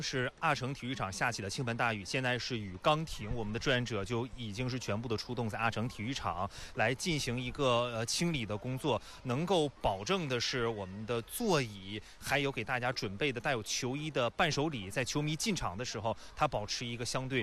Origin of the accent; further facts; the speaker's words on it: Heilongjiang, China; 我们东北人和黑龙江人